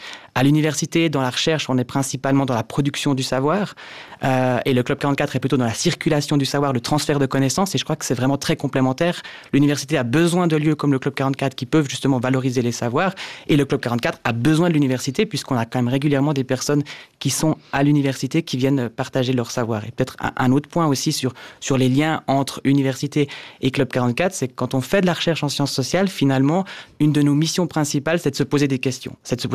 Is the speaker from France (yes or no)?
no; Mettembert, Jura, Switzerland; also born or lived in Neuchâtel; J'ai grandi dans le Jura, dans un petit village qui s'appelle Mettembert. Et puis ensuite, je suis allé habiter à Neuchâtel pour mes études à l'université.